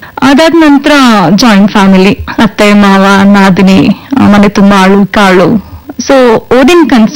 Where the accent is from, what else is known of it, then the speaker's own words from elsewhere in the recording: Bengaluru, Karnataka, India; ನಾನು ಹುಟ್ಟಿ ಬೆಳೆದಿದ್ದು ಮೂಲತಃ ಬೆಂಗಳೂರು. ನಮ್ಮ ಸ್ವಂತ ಊರು ಬಂದು ಶಿರಾ ತಾಲೂಕಿನ ದ್ವಾರಾಳು ಅನ್ನೋ ಒಂದು ಗ್ರಾಮ.